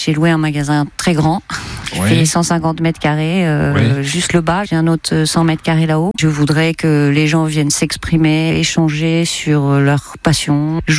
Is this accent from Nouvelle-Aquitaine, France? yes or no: yes; Nouvelle-Aquitaine, France; moved away as an adult; also born or lived in Great Britain; now in Dax, France; je viens d'une petite ville de Charente-Maritime